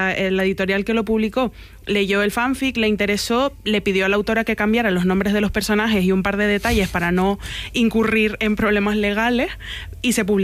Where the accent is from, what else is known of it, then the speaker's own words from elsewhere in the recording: Granadilla de Abona, Canary Islands, Spain; me lo llevo yo a Granadilla de Abona, a mi pueblo